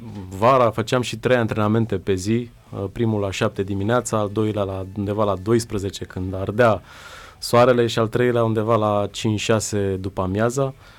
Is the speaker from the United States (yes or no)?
no; Bucharest, Romania; moved away as an adult; now in Constanța, Romania; Din zona sectorului 1, Basarab. Am crescut la școala numărul 3